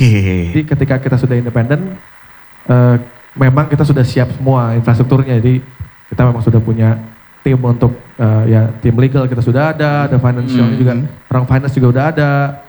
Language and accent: Indonesian; Ciledug, Banten, Indonesia; Memang kita kan tumbuh di di Cilduk itu ya, di Jalan Cilduk Raya. Kita raised in Cilduk lah gitu ya.